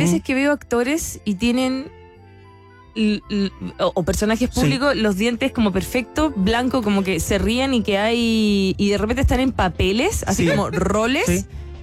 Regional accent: Chile; ¿Cómo somos los chilenos también con la higiene dental?

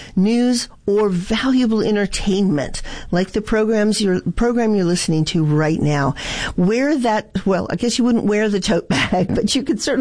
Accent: Colorado, United States; moved away; I'm originally from Colorado

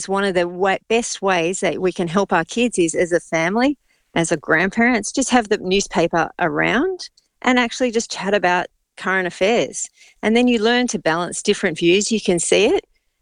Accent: Australia

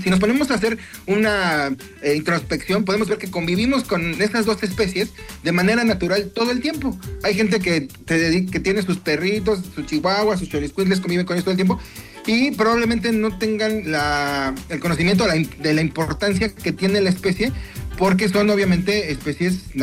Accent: Mexico; De nosotros como mexicanos.

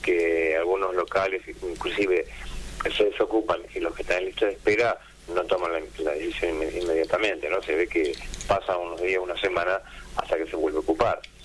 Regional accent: Moreno, Buenos Aires Province, Argentina

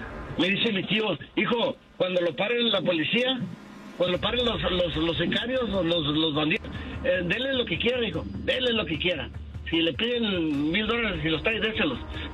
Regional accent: Mexico; yo nací en México, viví en México, mi niñez la viví en México

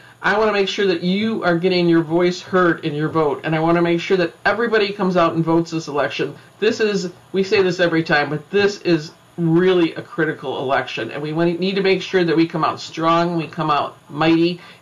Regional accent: DuPage County, Illinois, United States; So I actually did grow up in DuPage. I grew up in a quite Republican household.

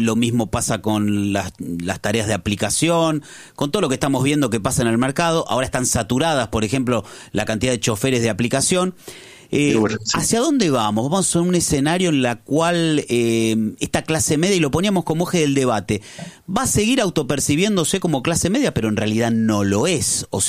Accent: Argentina; Como argentinos, como población

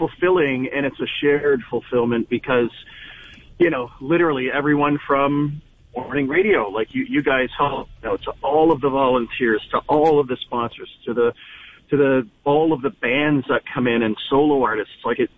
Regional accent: Windsor, Ontario, Canada; born or raised there

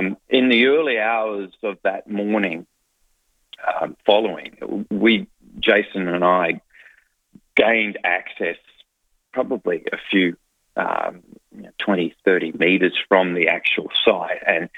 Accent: Bendigo, Victoria, Australia; I'm a boy from Bendigo.

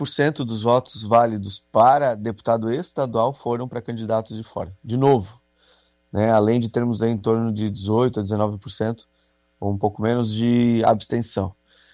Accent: Joinville, Santa Catarina, Brazil; que sou de Joinville

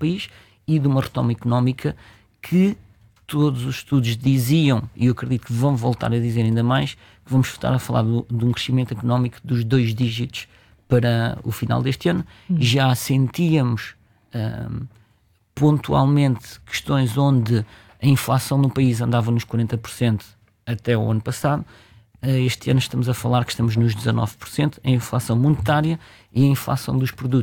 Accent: Portugal; temos uma porta de entrada, nós como portugueses e empresas portuguesas e Portugal

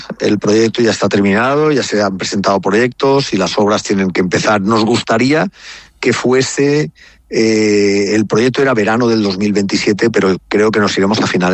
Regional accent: Petrer, Valencian Community, Spain; now in Guangzhou, China; aunque yo sea de Petrel y trabaje mucho por Petrel

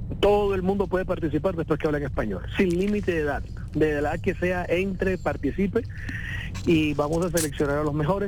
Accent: Cartagena, Bolívar, Colombia; born there; Yo soy colombiano, mi familia es samaria. Yo nací de vacaciones en Cartagena. Nos estábamos de vacaciones y nací ahí.

